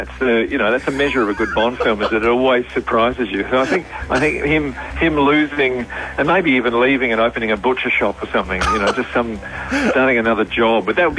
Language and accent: English; South Australia, Australia; I come from South Australia